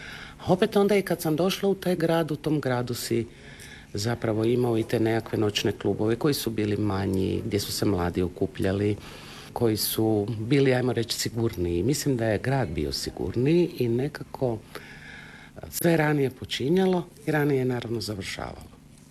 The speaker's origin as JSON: {"language": "Croatian", "town": "Zagreb", "region": "City of Zagreb", "country": "Croatia"}